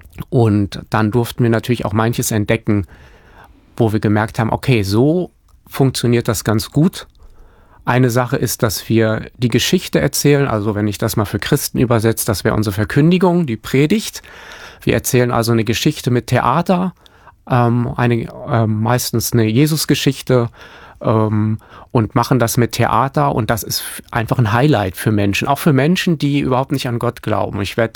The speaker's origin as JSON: {"language": "German", "region": "Hamburg", "country": "Germany", "said": "Liegt vielleicht auch am Norden, dass wir, auch der Norden ja generell etwas, ich bin ja selber Hamburger, ne?"}